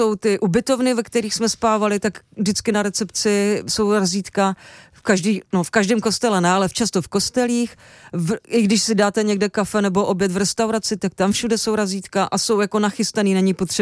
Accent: Pardubice, Pardubice Region, Czechia; já jsem z Pardubic, nebo bydlím v Pardubicích.

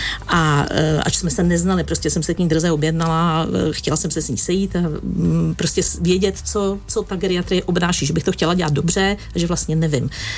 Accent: Central Bohemian Region, Czechia; takže já pocházím z Posázaví, z takového malého městečka.

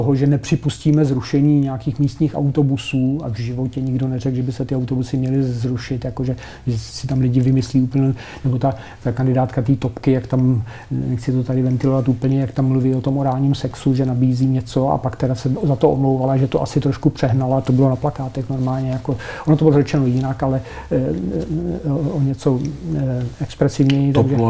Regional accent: Kladno, Central Bohemian Region, Czechia; jednak já jsem z Kladna, tam je velkým hitem samozřejmě lídr místního ANO, František Bureš

